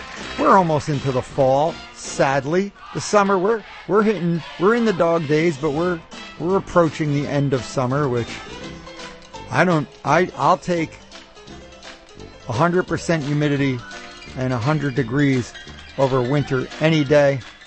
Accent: New Jersey, United States; accent: New Jersey

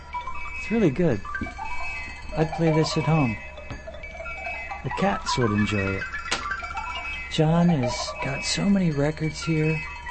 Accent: Iowa, United States; moved away; also born or lived in the South (US), lived 20 years; I'm not Southern. I'm from Iowa.

